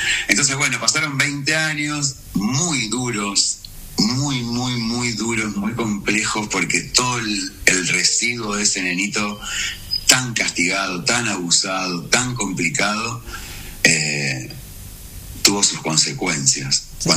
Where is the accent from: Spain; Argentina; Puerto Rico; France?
Argentina; me siento argentino